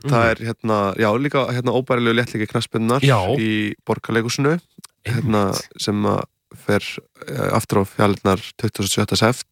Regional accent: Reykjavík, Capital Region, Iceland; Já, hérna, Sjafnargötu.

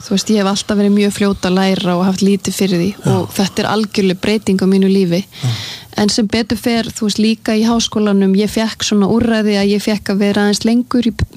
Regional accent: Sweden; born or raised there

